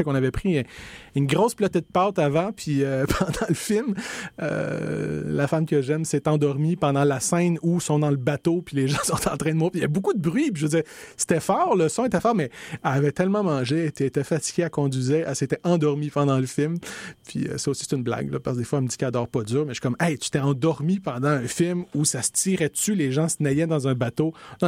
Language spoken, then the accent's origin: French; Laval, Quebec, Canada; Puis je dis, ah non, mais c'est parce que je viens de Laval.